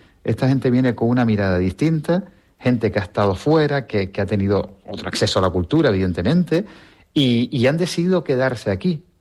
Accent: Las Palmas de Gran Canaria, Canary Islands, Spain

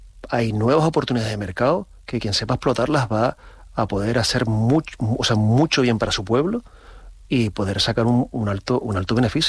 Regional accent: Canary Islands, Spain; yo soy canario, ¿vale? No soy canario porque en mi DNI ponga que nací en una isla o en otra. Soy canario porque es que siento Canarias como parte de mí.

